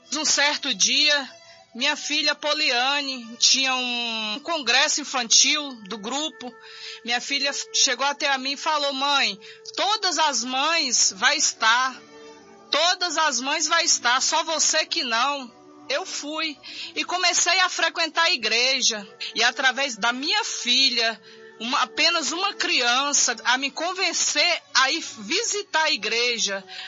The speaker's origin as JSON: {"language": "Portuguese", "town": "Mogi Guaçu", "region": "São Paulo", "country": "Brazil", "also_born_or_lived": "Vargem Grande do Sul", "said": "sou da cidade de Mogi Guaçu."}